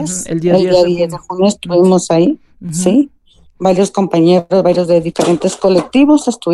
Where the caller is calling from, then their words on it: Zapopan, Jalisco, Mexico; Pues yo soy de aquí, del municipio de Zapopan, de aquí de Guadalajara, Jalisco.